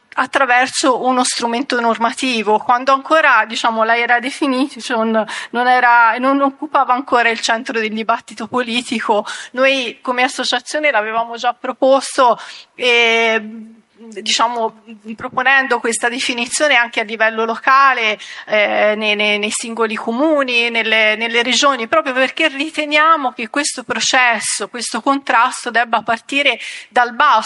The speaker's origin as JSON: {"language": "Italian", "region": "Tuscany", "country": "Italy", "said": "Io, lo sentirete dal mio accento, io sono toscana."}